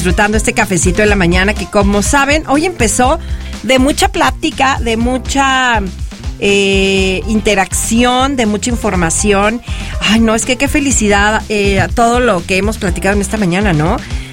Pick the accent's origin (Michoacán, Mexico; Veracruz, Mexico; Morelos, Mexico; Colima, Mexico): Morelos, Mexico; Tehuixtla; no has probado el de mi pueblo. La verdad es que es bello, Tehuixla